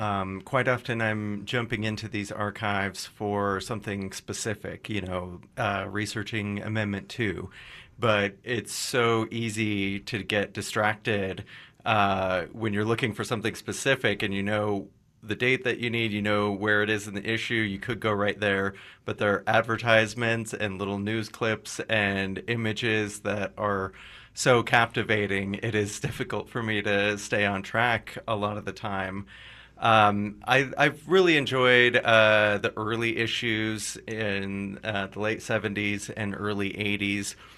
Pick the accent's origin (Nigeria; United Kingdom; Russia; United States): United States; Midwest; now in Colorado, United States; I'm from the Midwest, so we say Hesse.